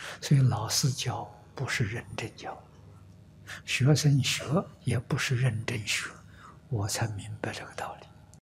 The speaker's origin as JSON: {"language": "Chinese", "region": "Anhui", "country": "China", "tie": "born or raised there", "said": "桐城距离我的老家很近，大概只有30公里，所以是家乡人"}